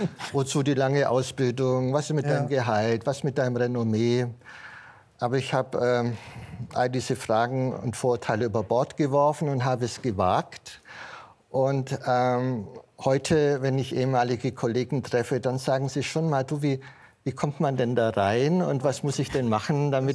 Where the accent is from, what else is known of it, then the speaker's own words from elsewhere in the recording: Southern Germany, Germany; Ich stamme aus Süddeutschland